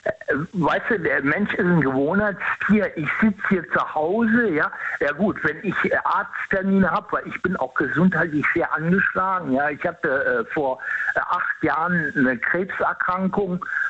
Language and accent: German; Rhineland, Germany; Also da wäre ich ramdösig, wie man hier bei uns im Rheinland sagt.